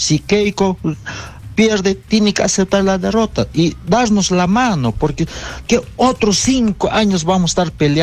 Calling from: Puno, Peru; Le llamo de Puno

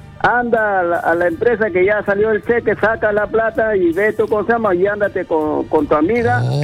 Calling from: Chimbote, Ancash, Peru; Yo lo hablo de Chimbote.

